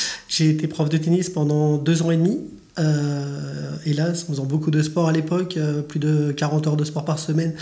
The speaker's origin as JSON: {"language": "French", "region": "Île-de-France", "country": "France", "said": "Donc moi, je suis originaire de l'Île-de-France."}